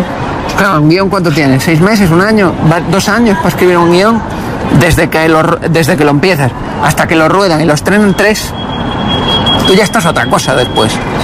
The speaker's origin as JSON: {"language": "Spanish", "region": "Canary Islands", "country": "Spain", "tie": "born there", "said": "Porque yo nací en Canarias, tú eres canario."}